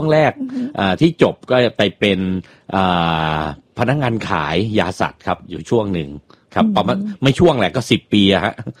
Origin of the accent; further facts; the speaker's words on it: Khon Kaen, Thailand; moved away as an adult; now in Nakhon Pathom, Thailand; จริงๆเป็นคนทุกที่นะครับอ่ะไม่ใช่แต่กำเนิดแล้วก็เป็นคนพื้นเพเป็นคนขอนแก่นครับแต่ตอนนี้ก็ย้ายมาเปิดบริษัทนะครับแล้วก็ตอนนี้ต้องบอกว่าเป็นคนนครปฐมเต็มตัวแล้วครับ